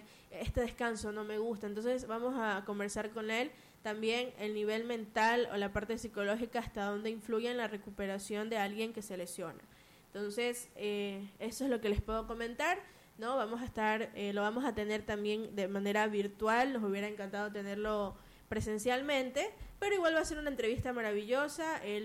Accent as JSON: {"language": "Spanish", "country": "Ecuador", "said": "nosotros los ecuatorianos"}